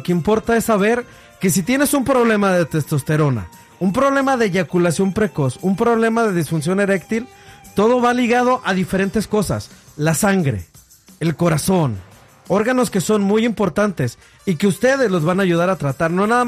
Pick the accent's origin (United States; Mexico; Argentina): Mexico; uno como hombre, como varón, como mexicano, como hispano